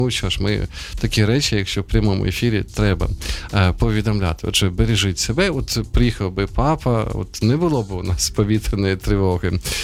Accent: Sumy, Sumy Oblast, Ukraine; Мої рідні Суми, загалом не пам'ятаю, коли телефонували.

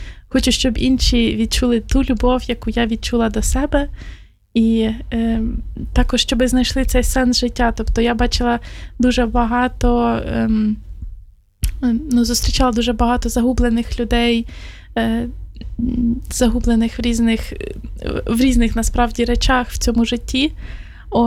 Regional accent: Pavlohrad, Dnipropetrovsk Oblast, Ukraine; я сама походжу родом з Дніпропетровської області, з міста Павлоград.

